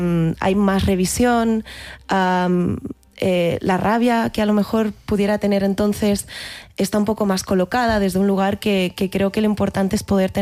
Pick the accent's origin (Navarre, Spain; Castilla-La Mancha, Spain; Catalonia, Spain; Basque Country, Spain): Catalonia, Spain; Barcelona; born there; now in Madrid, Spain; Yo nací en Barcelona, o sea, soy súper catalana, aunque muchos no quieran aceptarlo, pero llevo 14 años en Madrid, entonces tengo un popurrí de acentos que es que ni yo misma me acabo de encontrar.